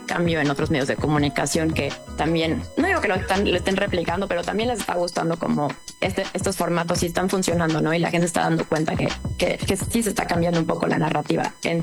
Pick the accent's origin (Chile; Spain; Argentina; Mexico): Mexico; nosotros como mexicanos